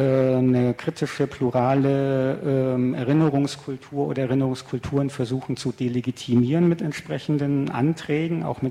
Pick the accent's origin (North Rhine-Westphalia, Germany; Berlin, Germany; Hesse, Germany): North Rhine-Westphalia, Germany; Münster; Also ich komme ja aus Münster und Münster rühmt sich ja oder ist auch immer wieder in den Medien mit dem Hinweis